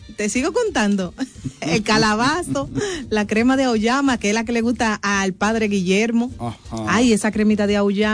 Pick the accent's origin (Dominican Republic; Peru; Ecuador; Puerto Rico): Dominican Republic; Salcedo, Hermanas Mirabal; Tú sabes que yo crecí en Salcedo, ahí una comunidad un tanto pobre